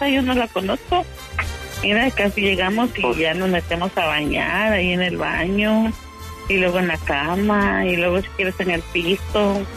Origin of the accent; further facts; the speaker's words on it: Veracruz, Mexico; Yo soy jarocha, yo soy de tierra caliente, soy fogosa.